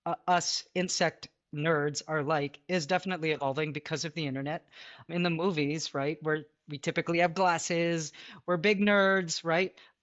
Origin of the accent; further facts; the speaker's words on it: Canada; now in Philippines; I am a Canadian that grew up and was born in Canada, but is currently living in the Philippines.